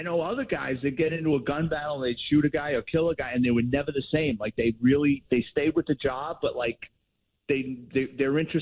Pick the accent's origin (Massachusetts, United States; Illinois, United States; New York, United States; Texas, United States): New York, United States; New York City; growing up in the Bronx